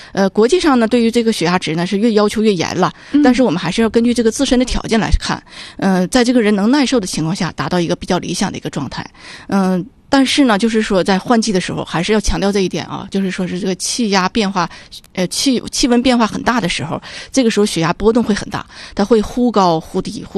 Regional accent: Northeast China, China; 我们东北人呢，很多人是喜欢重油啊、重盐这个饮食

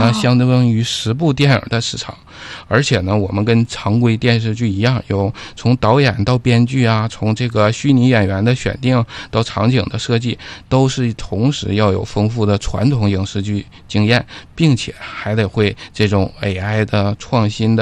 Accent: Jilin, China; 我们作为东北人啊，尤其是吉林人

